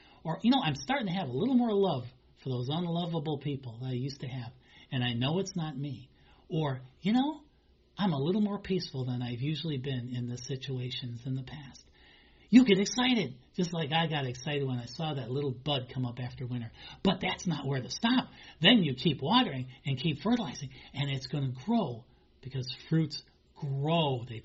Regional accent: Chicago, Illinois, United States; I grew up in the Chicago area, Illinois, and boy, we had long winters.

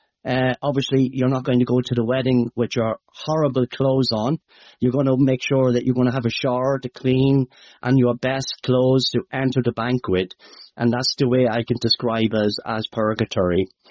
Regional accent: Leinster, Ireland; accent: Irish; maybe some of your Irish might know. My accent might be hard to understand, but for the American Americans might be able to understand me, you know. It's in the Midlands of Ireland, the Midlands in Ireland.

